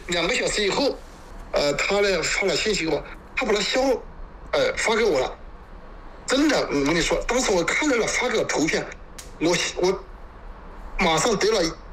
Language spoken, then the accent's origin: Chinese; Yuping, Guizhou, China; 我说呢，我是玉屏的，这只枭呢是我们先我的先祖他们制作的。